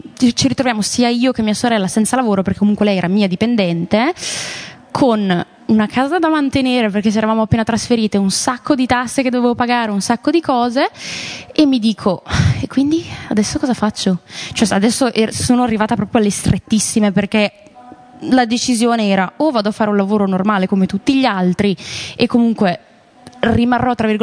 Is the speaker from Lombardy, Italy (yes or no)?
yes; Brescia, Lombardy, Italy; sono cresciuta comunque a Brescia, in una città che non è molto open-minded, diciamo.